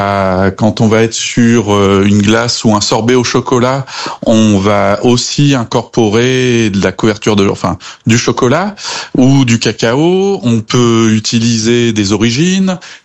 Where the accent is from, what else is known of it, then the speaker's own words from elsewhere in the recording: Republic of the Congo; also born or lived in Cameroon / Ivory Coast; Alors oui, j'ai grandi en Afrique, au Congo, au Cameroun et en Côte d'Ivoire, grâce à mes parents qui étaient expatriés et qui travaillaient là-bas.